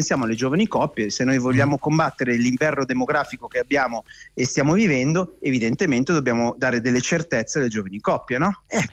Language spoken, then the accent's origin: Italian; Milan, Lombardy, Italy; accent: Milanese; Io sono milanese, come sapete e sentite dal mio accento